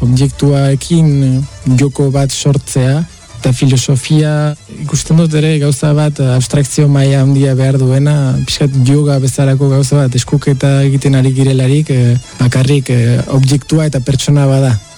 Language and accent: Basque; Vitoria-Gasteiz, Basque Country, Spain; born there